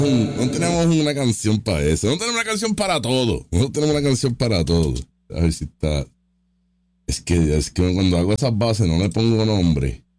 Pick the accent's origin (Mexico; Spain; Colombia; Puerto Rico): Puerto Rico; somos americanos, Puerto Rico USA, Puerto Rico USA.